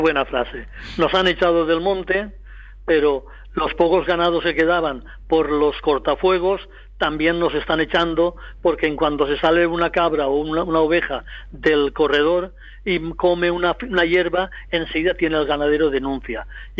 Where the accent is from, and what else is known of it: Valencian Community, Spain